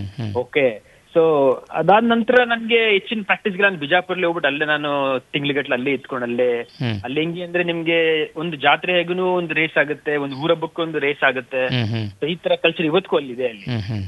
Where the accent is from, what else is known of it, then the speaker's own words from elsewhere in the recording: Karnataka, India; so 2001 ನಮ್ಮೂರು ಬಂದು ಕೇರ್ನಗರ